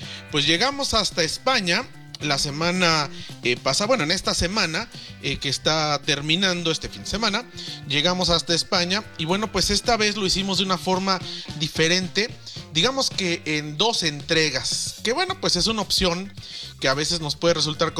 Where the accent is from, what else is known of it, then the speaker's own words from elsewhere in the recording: Mexico; Recuerden, como mexicanos, para llegar a Canadá necesitamos tener, si volamos, una autorización electrónica llamada ETA del gobierno de Canadá.